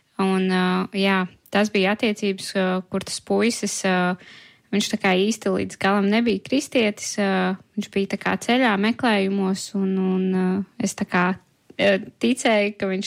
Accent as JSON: {"language": "Latvian", "town": "Priekule", "region": "South Kurzeme Municipality", "country": "Latvia", "lives_now": "Riga, Latvia", "said": "Ordināli esmu no Priekulas, bet, kā jau Toms minēja, šobrīd dzīvojam Rīgā un abi dodamies uz Jelgavas Baptistu draudzi."}